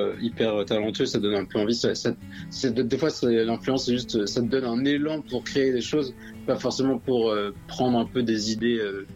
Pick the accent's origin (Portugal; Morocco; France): France; Tours, Centre-Val de Loire; comme je viens de Tours, il y a tout le temps des trucs à aller voir musicalement.